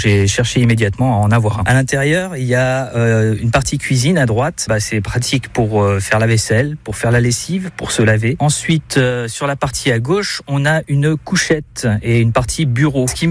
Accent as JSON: {"language": "French", "town": "Bazas", "region": "Nouvelle-Aquitaine", "country": "France", "tie": "born there", "said": "j'ai 42 ans et je suis né à Bazas et je suis musicien itinérant dans le sud Gironde."}